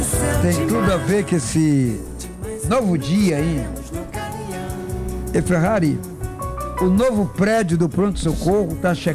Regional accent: Macapá, Amapá, Brazil; born there; É, eu sou do Santa Rita. Mas eu fui aparado na General Gujão, lá ao lado do Teatro das Macabeiras, pela mãe Luzia.

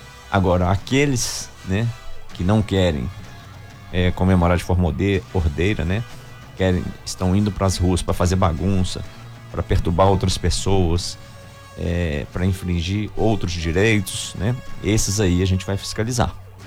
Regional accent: Brazil; Nós que somos brasileiros

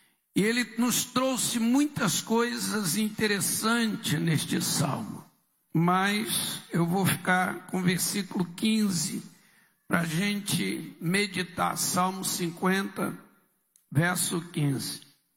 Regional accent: Nova Iguaçu, Rio de Janeiro, Brazil; Eu sou natural do Rio de Janeiro, nasci na Baixada Fluminense, Nova Iguaçu. Sou de uma família de nordestino, meu pai e minha mãe são do Rio Grande do Norte. Casaram e mudaram para o Rio e ali eu nasci.

